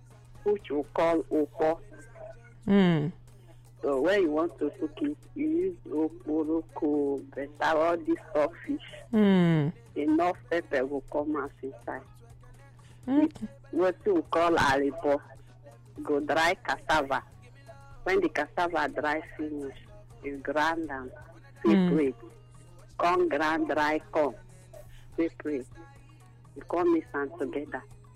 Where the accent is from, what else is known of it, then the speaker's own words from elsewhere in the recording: Enugu State, Nigeria; I'm from Enugu State.